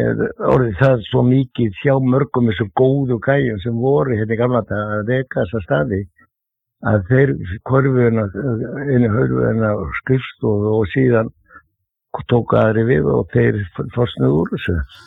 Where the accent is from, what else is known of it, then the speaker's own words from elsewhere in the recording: Reykjavík, Capital Region, Iceland; Já, ég er fæddur á uppalinn í Klefsóttinu